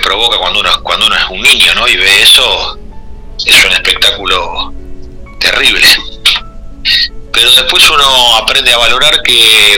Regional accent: Argentina

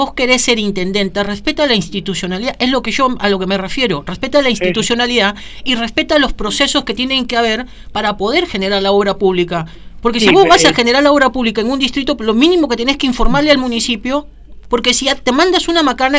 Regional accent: Argentina; Pero a mí me avala el hecho de que soy ciudadano argentino no estoy procesado.

